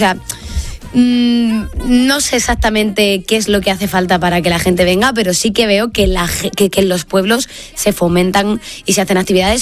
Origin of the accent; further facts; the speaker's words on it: Beganzones, Castile and León, Spain; Mi pueblo está en Beganzones.